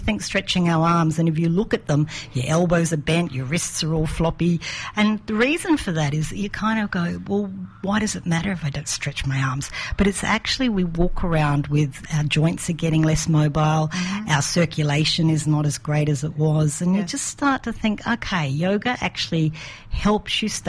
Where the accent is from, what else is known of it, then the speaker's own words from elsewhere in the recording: Brisbane, Queensland, Australia; moved away as an adult; also born or lived in Canberra; I grew up in Brisbane.